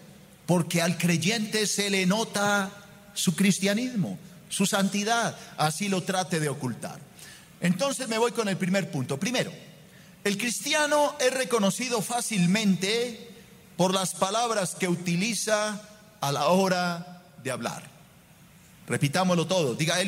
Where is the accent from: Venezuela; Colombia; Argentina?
Colombia; Nuestra identidad como colombianos nos muestra como colombianos